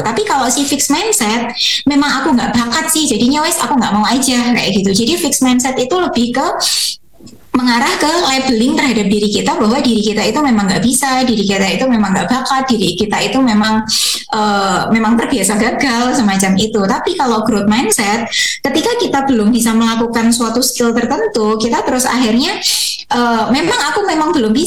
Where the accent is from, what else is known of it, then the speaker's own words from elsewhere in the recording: Java, Indonesia; kebetulan kan saya orang Jawa